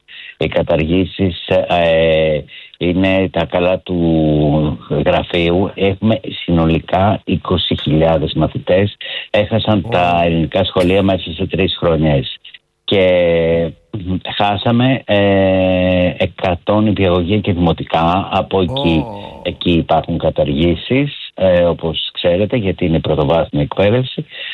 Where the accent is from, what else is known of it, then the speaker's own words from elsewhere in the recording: Peloponnese, Greece; also born or lived in Arcadia; επειδή είμαι γιος εκπαιδευτικού και κατάγομαι από την Αργολίδα